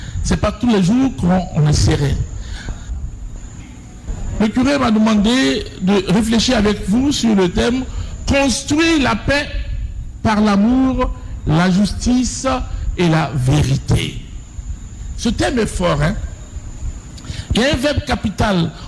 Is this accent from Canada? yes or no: no; Côte d’Ivoire; Chez nous en Côte d'Ivoire